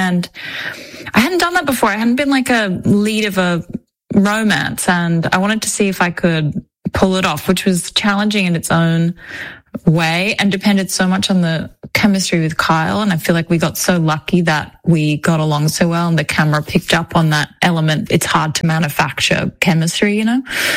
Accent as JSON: {"language": "English", "country": "Australia", "accent": "Australian", "said": "You know, if it was, like, my Australian accent, they'd be like, lock her up, you know?"}